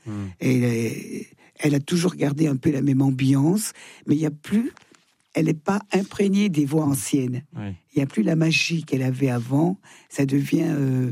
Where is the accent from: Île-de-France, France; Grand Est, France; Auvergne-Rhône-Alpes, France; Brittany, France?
Auvergne-Rhône-Alpes, France; Thonon-les-Bains; born there; Rhône-Alpes, je vais être à Annecy. Je vais être à Thenon-les-Bains, ma ville natale.